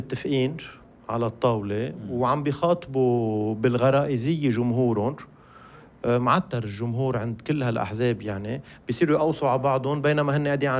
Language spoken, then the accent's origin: Arabic; Lebanon; ونحنا كلبنانيين لازم نرحب بهالكلام